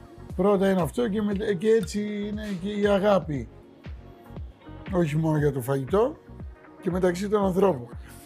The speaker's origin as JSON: {"language": "Greek", "town": "Thessaloniki", "region": "Central Macedonia", "country": "Greece", "said": "Εγώ είμαι από τη Θεσσαλονίκη, αδελφέ. Με καυτερά μεγάλωσα."}